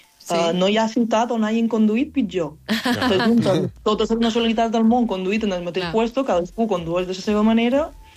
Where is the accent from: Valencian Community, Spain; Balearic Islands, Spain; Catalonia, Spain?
Balearic Islands, Spain; Palma; Jo sóc de Palma, de Rafal.